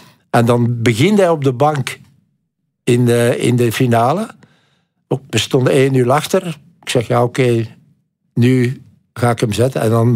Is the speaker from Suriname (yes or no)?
no; Belgium; dan kom je daar als Belg